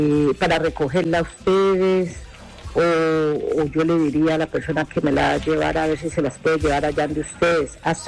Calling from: Santander de Quilichao, Cauca, Colombia; yo vivo en Santander de Quilichao.

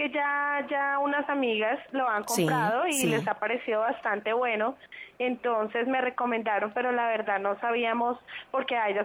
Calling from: Bogotá, Colombia; De aquí, de Bogotá.

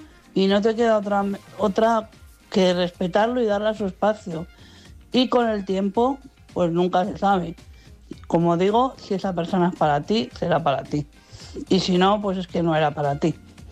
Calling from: Madrid, Community of Madrid, Spain; de Madrid.

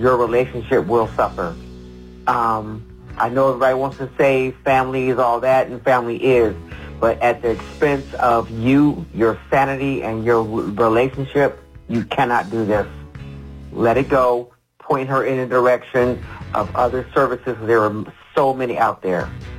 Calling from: Akron, Ohio, United States; I'm calling from Akron, Ohio.

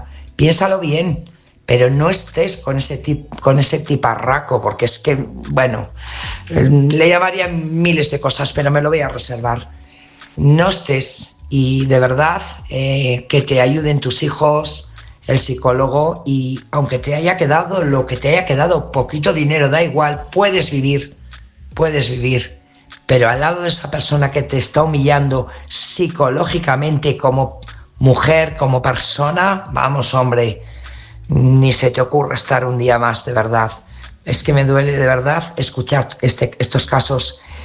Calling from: Burgos, Castile and León, Spain; corresponsal de Burgos.

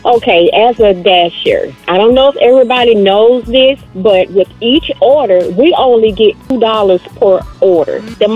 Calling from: Riverdale, United States; I'm checking in Riverdale.

